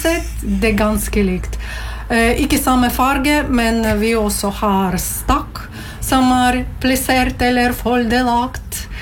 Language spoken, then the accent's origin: Norwegian; Latvia; Norwegian is a second language; now in Norway; Jeg kom fra Latvia, og så bor i Norge 14 år.